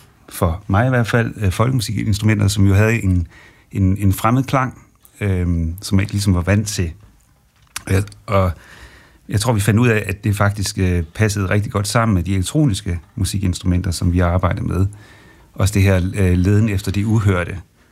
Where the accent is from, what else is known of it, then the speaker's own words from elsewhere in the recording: Jutland, Denmark; dels så er vi alle sammen fra det mørke Jylland i forhold til egne, hvor man havde en tradition i forhold til at spille folkmusik, i hvert fald min bedste far gjorde det, og jeg ligesom voksede op over i forsamlingshuset